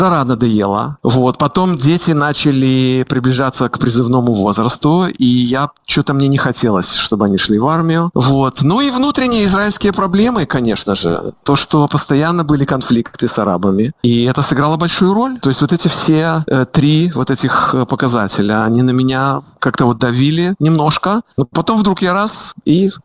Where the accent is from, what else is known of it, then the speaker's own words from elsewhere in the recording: Minsk, Belarus; moved away as an adult; Я вообще иммигрант, репатриант 92-го года. Я уехал из Минска давным-давно.